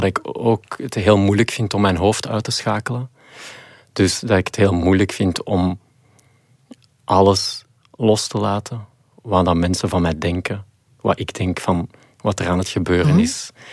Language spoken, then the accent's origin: Dutch; Mechelen, Antwerp, Belgium; Ik ben van Mechelen en al de scouts in Mechelen... Ja, spreken elkaar ook echt aan met die totems.